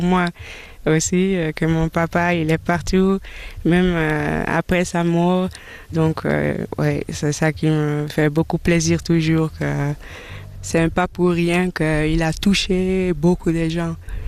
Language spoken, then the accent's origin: French; Amsterdam, North Holland, Netherlands; Avec ma maman, j'ai grandi à Amsterdam, en Hollande.